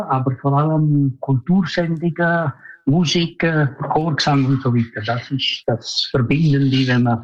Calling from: Zurich, Switzerland; ich bin in Zürich

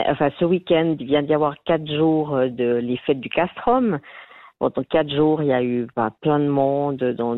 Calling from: Yverdon-les-Bains, Vaud, Switzerland; j'appelle du Nord Vaudois, à Yverdon, les Bains.

